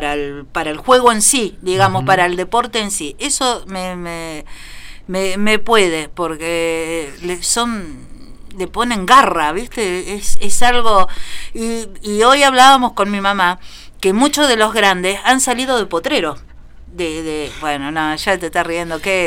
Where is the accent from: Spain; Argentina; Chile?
Argentina; Muy pasionarios somos los argentinos.